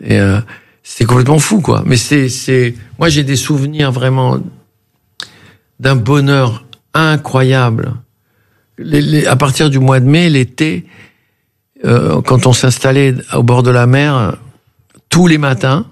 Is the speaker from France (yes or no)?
no; Tunisia; born there; moved away; quand on a quitté la Tunisie.